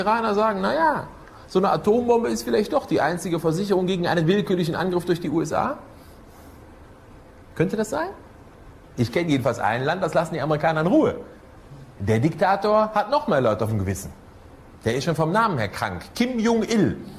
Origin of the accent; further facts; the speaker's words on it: Germany; Ich habe schon Probleme genug, damit Deutscher zu sein